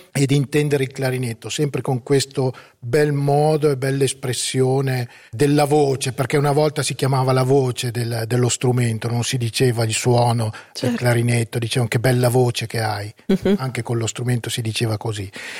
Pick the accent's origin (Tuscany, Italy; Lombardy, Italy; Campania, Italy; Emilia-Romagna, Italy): Emilia-Romagna, Italy; Parma; io sono di Parma